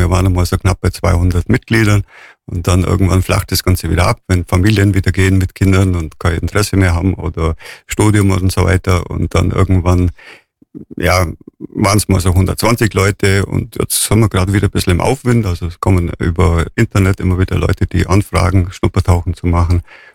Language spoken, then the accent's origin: German; Durach, Bavaria, Germany; Ja, ich komme aus Durach und da haben wir den Öschlesee nebendran